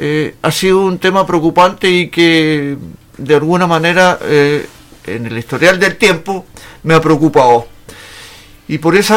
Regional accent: Hornopirén, Los Lagos, Chile; born there; moved away; cuando volví definitivamente a radicarme a mi pueblo

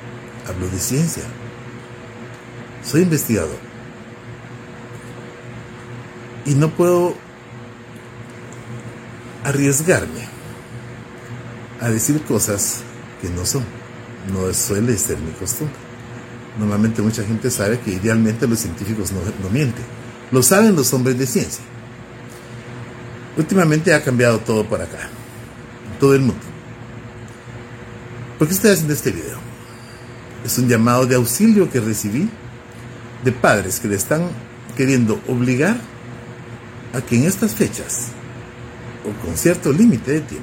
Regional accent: Guatemala

